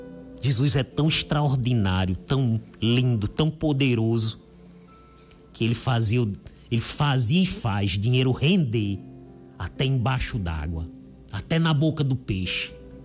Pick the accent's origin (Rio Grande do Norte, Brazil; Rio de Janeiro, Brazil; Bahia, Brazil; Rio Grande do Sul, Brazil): Rio Grande do Norte, Brazil; Acari; born there; ali na região do Seridó, da onde eu nasci, ali em Acari